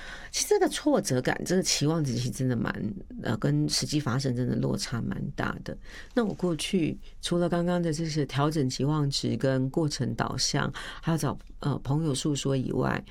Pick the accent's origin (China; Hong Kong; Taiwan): Taiwan; Hualien, Hualien County; born there; 我不知道是不是跟我出生在花莲有关